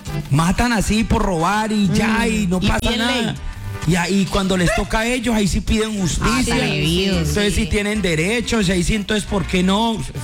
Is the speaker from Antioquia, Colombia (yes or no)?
no; Tolima, Colombia; Vos sabés, aunque soy tolimense.